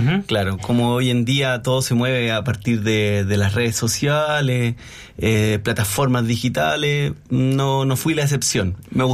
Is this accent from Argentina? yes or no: no; Quillota, Valparaíso, Chile; yo soy de Quillota